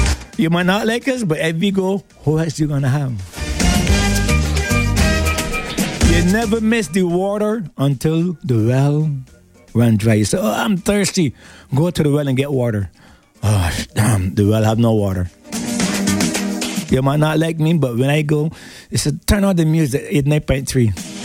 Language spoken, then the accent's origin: English; Jamaica; Because I'm not a god, I'm Jamaican.